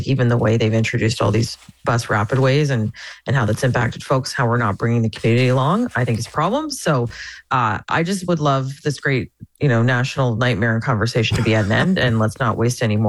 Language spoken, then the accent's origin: English; Amherstburg, Ontario, Canada; moved away as an adult